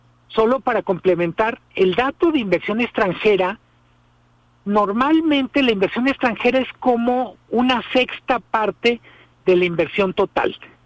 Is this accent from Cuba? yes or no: no; Mexico